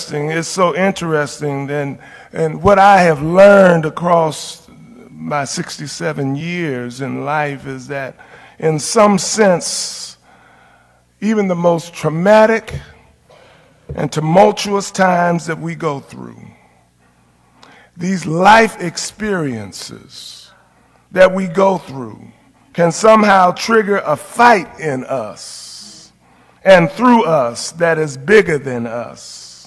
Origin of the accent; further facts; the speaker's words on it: Oakland, California, United States; I'm from Oakland, so we go back that far